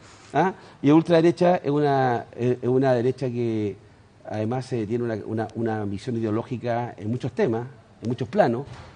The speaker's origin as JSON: {"language": "Spanish", "country": "Chile", "said": "Yo no voté por Kast, pero soy chileno."}